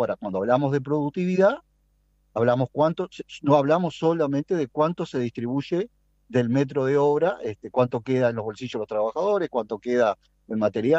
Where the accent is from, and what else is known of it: Uruguay